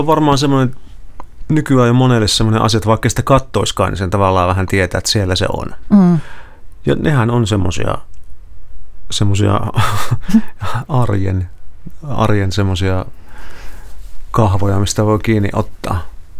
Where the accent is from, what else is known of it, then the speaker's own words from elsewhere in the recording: Pieksämäki, South Savo, Finland; moved away; mä Pieksämäältä kotoisin ja Pieksämäellä oli paikallisradio.